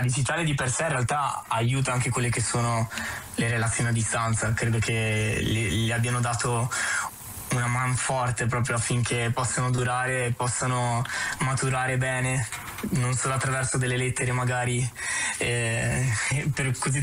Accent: Trento, Trentino-Alto Adige, Italy; also born or lived in Apulia

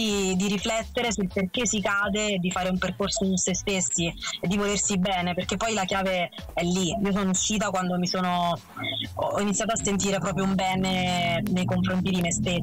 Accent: Termoli, Molise, Italy; now in Milan, Italy; sono cresciuta in una città di mare, sono originaria del Molise, di Termoli

